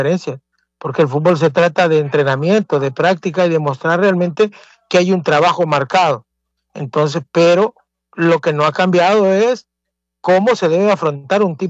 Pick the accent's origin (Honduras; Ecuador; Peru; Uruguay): Honduras; donde Don Kilber nos tocó también en algún momento sufrir como hondureños, digo, en el tema de selección nacional.